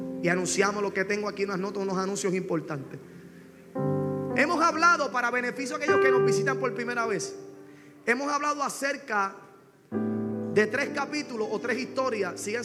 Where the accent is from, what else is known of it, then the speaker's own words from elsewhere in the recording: Puerto Rico; Hablando acá como puertorriqueño